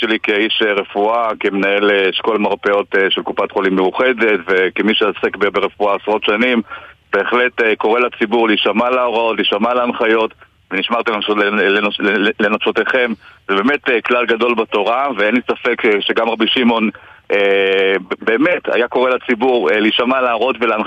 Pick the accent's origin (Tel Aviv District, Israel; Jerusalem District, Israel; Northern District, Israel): Northern District, Israel; Meron; כמי שגדל פה נכד למייסדי המושב … שהיה ממקימי היישוב לפני כ-80 שנה ונמנה על הגרעין המייסד